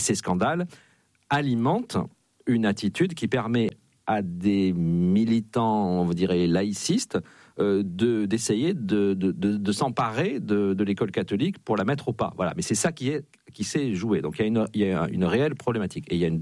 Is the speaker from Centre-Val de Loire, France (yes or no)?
no; Nouvelle-Aquitaine, France; ou encore plus venir du côté de chez moi dans le Béarn, où il a aussi des racines.